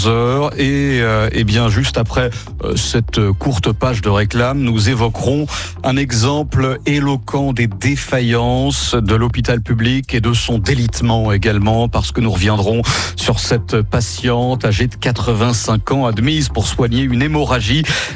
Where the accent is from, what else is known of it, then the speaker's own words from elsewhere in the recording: France; c'est vrai que eh bien Bercy, ici chez nous en France, y songe beaucoup.